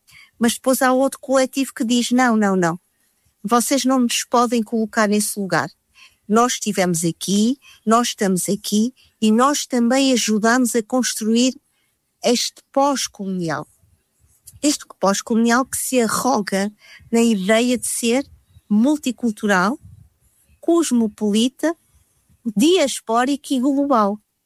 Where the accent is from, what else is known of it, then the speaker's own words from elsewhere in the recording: Portugal; Nós somos portugueses, tão portugueses como estas pessoas.